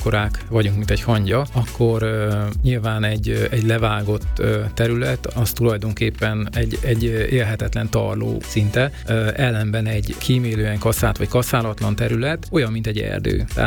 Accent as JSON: {"language": "Hungarian", "town": "Debrecen", "region": "Hajdú-Bihar", "country": "Hungary", "tie": "born or raised there", "moved": "yes", "said": "Én Debrecen egyik lakótelepén nőttem fel"}